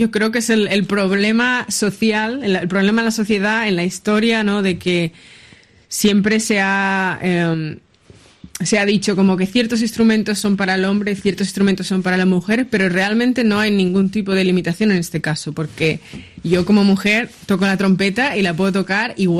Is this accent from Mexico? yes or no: no; Huesca province, Aragon, Spain; estoy muy profundamente orgullosa, ¿no?, de mis orígenes, de mis raíces y de Orillena, de Castejón de Sos, de La Naja, ¿no?, de todos estos increíbles pueblos en los que he podido crecer.